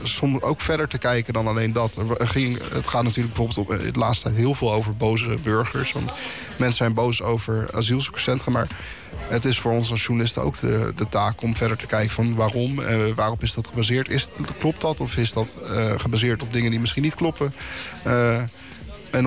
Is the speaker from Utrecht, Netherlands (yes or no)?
yes; Eemnes, Utrecht, Netherlands; moved away as an adult; also born or lived in Leiden; now in The Hague, Netherlands; Net op de grens van Laren is een dorpje. Dat heet Eemnes. Daar kom ik oorspronkelijk vandaan.